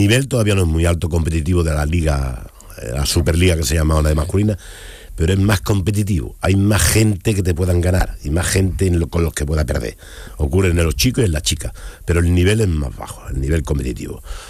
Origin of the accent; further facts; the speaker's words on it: Dos Hermanas, Andalusia, Spain; Bueno, llegué a Sevilla, yo soy nazareno.